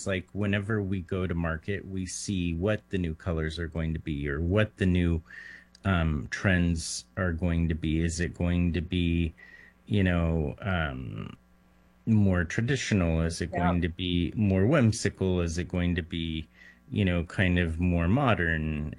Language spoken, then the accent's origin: English; Bakersfield, California, United States; You know, me being born and raised in Bakersfield, and my dad living in Fresno for over 35 years